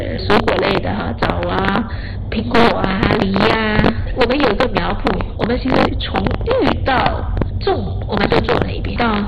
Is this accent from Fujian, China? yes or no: yes; Fujian, China; 然后而且我从福建来了，很喜欢吃新鲜，不喜欢冰冻的。